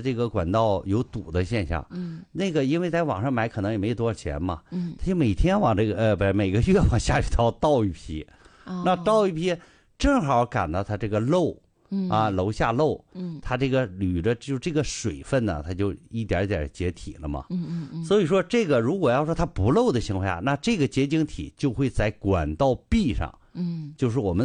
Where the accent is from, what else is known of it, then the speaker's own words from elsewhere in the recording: Dalian, Liaoning, China; 我们大连，就像我们大连人建那个海蛎子嘛，